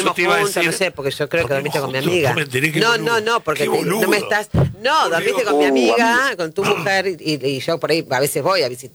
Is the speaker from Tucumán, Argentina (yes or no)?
no; La Plata, Buenos Aires Province, Argentina; no, yo soy platense.